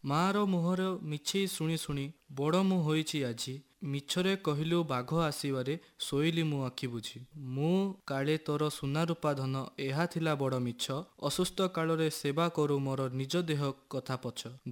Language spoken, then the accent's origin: Odia; Odisha, India; ଆମେ ଓଡ଼ିଆ କହିବା ମାଧ୍ୟମରେ ସେ ମଧ୍ୟରେ ଆମେ ଲାଜ କରୁଛୁ ଦୁନିଆ ସାମ୍ନାରେ।